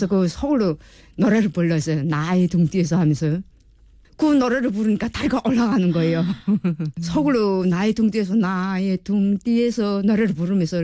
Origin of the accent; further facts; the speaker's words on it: North Hwanghae, North Korea; moved away as an adult; 저도 북한에 저희 황북도가 고향이고